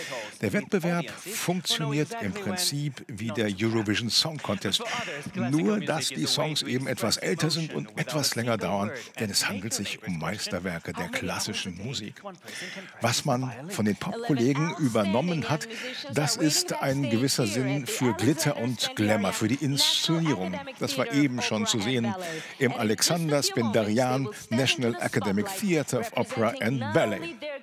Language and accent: German; Armenia; vor allem weil es in diesem Jahr in Armenien stattfindet, meine Heimat.